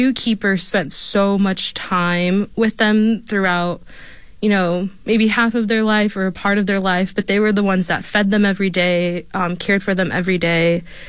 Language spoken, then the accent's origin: English; Arizona, United States; I'm from Arizona.